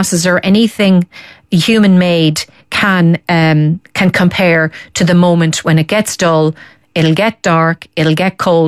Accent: Dundalk, County Louth, Ireland; I'm in Dundalk, my hometown, come on, the town.

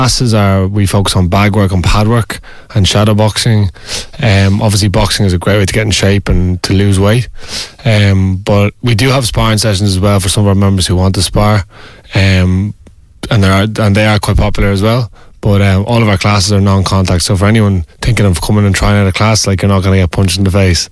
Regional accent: Dublin, Leinster, Ireland; now in Crumlin, Ireland; Well, I'm from Round Mines and I live in Crumlin at the moment.

